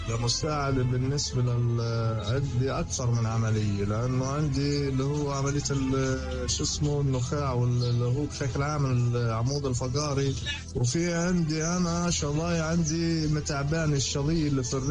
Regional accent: Gaza Strip, Palestine; moved away as an adult; now in Egypt; أنا عانيت يعني فترة طويلة لما أنا طلعت من غزة كمان

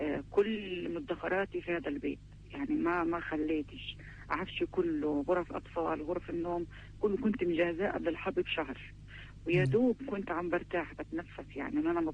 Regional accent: Beit Lahia, Gaza Strip, Palestine; أنا من شمال القطاع، من مدينة بيت لاهيا.

